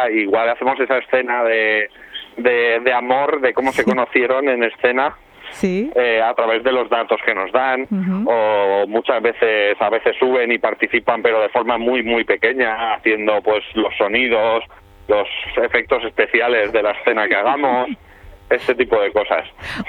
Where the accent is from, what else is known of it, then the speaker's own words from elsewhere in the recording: Valencia, Valencian Community, Spain; Yo soy de Valencia, ahí también tenemos funciones fijas una vez al mes.